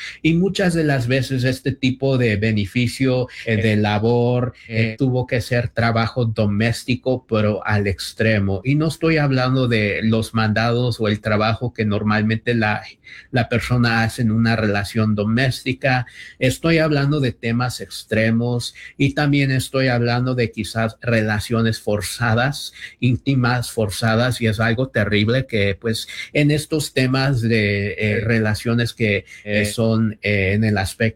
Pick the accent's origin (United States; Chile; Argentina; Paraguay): United States; Los Angeles, California; born there; also born or lived in Oaxaca, Mexico; Yo personalmente soy mexicano, nací en Oaxaca, México, tuve la experiencia de ser inmigrante, humildemente crecí en el sur centro de Los Ángeles durante un tiempo, también no conté con los papeles y pues crecí en el sur centro de Los Ángeles.